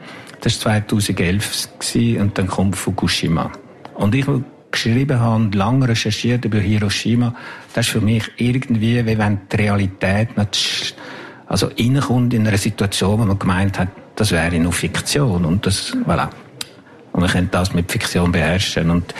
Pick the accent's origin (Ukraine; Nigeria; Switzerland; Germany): Switzerland; Jura; first language French; German is a second language; now in Geneva, Switzerland; ich bin von da, ich bin im Jura aufgewachsen